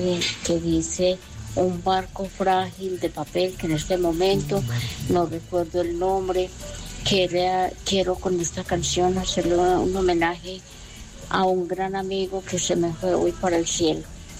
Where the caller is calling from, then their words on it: Támesis, Antioquia, Colombia; Soy … de Támesis